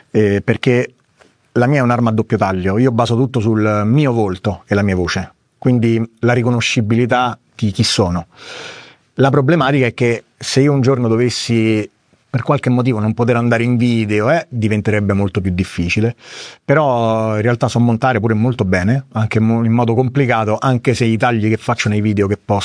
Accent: Rome, Lazio, Italy; accent: Roman; Però vengo da Centocelle, quindi noi a Centocelle lì parlano proprio, quindi io mi trattengo

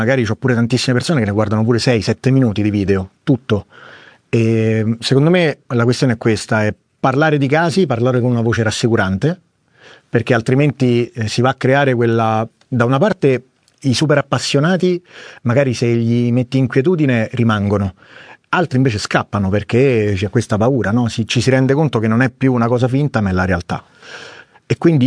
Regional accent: Rome, Lazio, Italy; accent: Roman; Però vengo da Centocelle, quindi noi a Centocelle lì parlano proprio, quindi io mi trattengo

